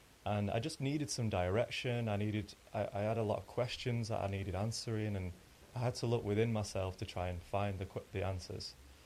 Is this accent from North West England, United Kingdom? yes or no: yes; Dukinfield, North West England, United Kingdom; now in Mossley, United Kingdom; I'm 33. I've grown up here. I live in Mosley, but I grew up in Duckingfield. And yeah, I'm a local, an artist.